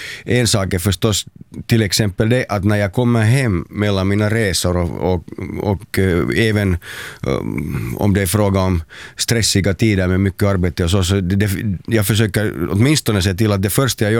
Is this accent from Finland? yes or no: yes; Helsinki, Uusimaa, Finland; Det är samma bostad där jag växte upp sedan jag var 5. Ja, vi bodde på ett annat ställe på Drumsö före det, men sedan jag var 5 så bodde vi just där var jag har mitt ställe nu också.